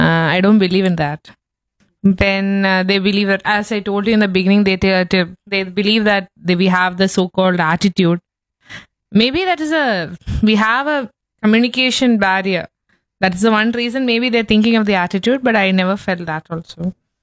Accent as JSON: {"language": "English", "region": "Kerala", "country": "India", "tie": "born or raised there", "lives_now": "Chennai, India", "said": "I'm not telling Kerala is bad. It's obviously it's my hometown. At the end of the day, I belong to that place only. But I have a belongingness to this place also."}